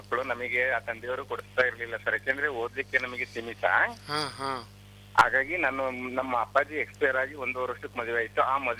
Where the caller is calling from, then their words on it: Karnataka, India; ನಾನು ಸರ್ ನೆಮ್ಮದಿ ತಾಲೂಕು ಹೊಸ ಜೋಗದಿಂದ.